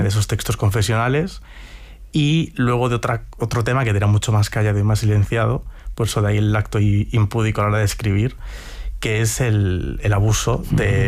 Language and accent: Spanish; Ourense, Galicia, Spain; Entonces, a mí me daba miedo Urense. Me daba miedo esa vuelta a mi ciudad natal.